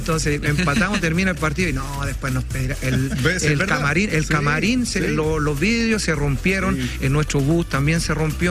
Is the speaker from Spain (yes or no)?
no; Chile